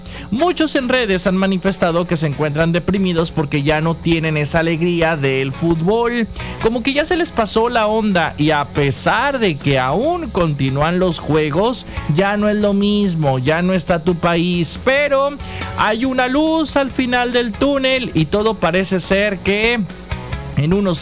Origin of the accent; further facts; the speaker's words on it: Mexico; cómo somos los mexicanos, alegres, fiesteros, somos querendones.